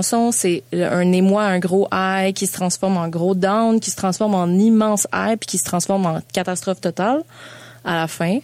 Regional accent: Montreal, Quebec, Canada; j'ai grandi à Montréal. J'ai eu plein d'amitiés multilingues, anglais, français. J'allais souvent voir mes amis dans West Island quand j'étais jeune.

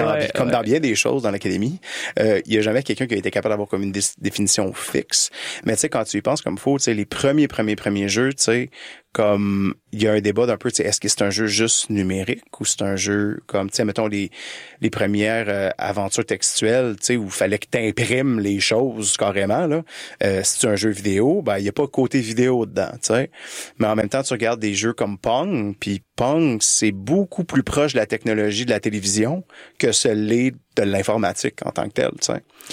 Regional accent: Laval, Quebec, Canada; also born or lived in Ontario; now in Montreal, Canada; moi, j'ai grandi à Laval. Là, maintenant, je suis à Montréal, j'ai passé un petit peu de temps en Ontario.

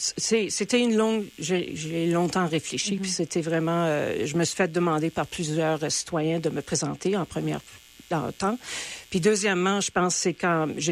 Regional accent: Winnipeg, Manitoba, Canada; je suis originaire de Saint-Boniface. Alors je suis née à l'hôpital Saint-Boniface j'ai été élevée à Saint-Boniface. Je vis encore à Saint-Boniface. Alors j'ai passé sans me donner mon âge là, je veux dire, j'ai passé toute ma vie à Saint-Boniface.

